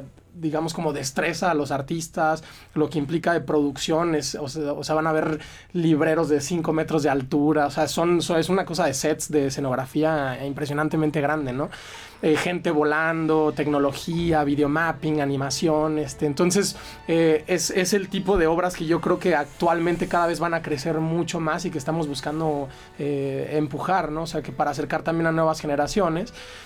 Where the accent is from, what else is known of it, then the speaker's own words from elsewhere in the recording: State of Mexico, Mexico; moved away as an adult; also born or lived in Monterrey / Philadelphia / New York; now in San Diego, United States; nací, soy de la Ciudad de México. Después crecí en el Estado de México, tuve oportunidad de estudiar danza en Monterrey, me ofrecieron una beca para irme a Filadelfia, luego me fui a Nueva York